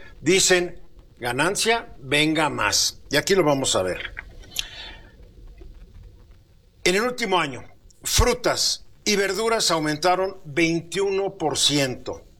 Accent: Mexico; somos pocos los mexicanos que tenemos gas natural

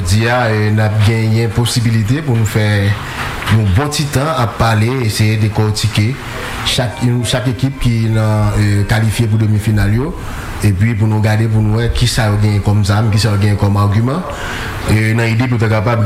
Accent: Haiti; en tant que haïtien

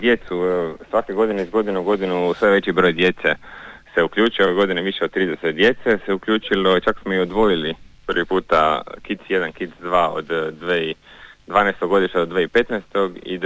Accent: Primorje-Gorski Kotar County, Croatia; Od nas 10 lokalnih iz Cresa i iz Lošinja

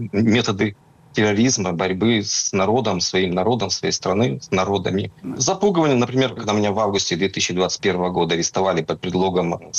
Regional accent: Murmansk Oblast, Russia; я сам из Мурманской области, где много промышленных гигантов

